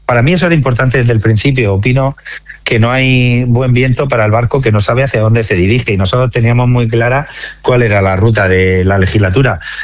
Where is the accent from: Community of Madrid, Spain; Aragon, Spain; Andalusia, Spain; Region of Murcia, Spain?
Region of Murcia, Spain; Blanca; los blanqueños somos muy de Blanca